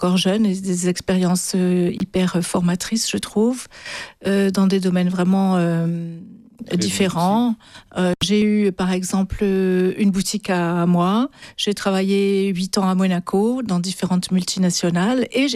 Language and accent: French; Marseille, Provence-Alpes-Côte d'Azur, France; born there; Alors, mon chemin, je suis née à Marseille, pas très loin d'ici, mais je suis née à Marseille, où j'ai quasiment jamais vécu.